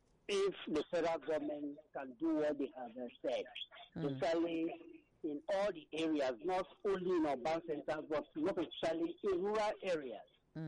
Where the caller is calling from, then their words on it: Abaranje, Ikotun, Lagos, Nigeria; I'm calling from Abaraje, Nikotu.